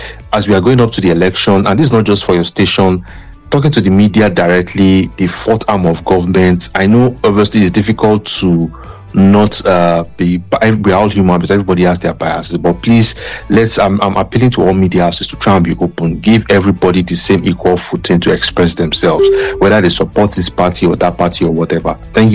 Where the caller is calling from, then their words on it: England, United Kingdom; I'm calling from England.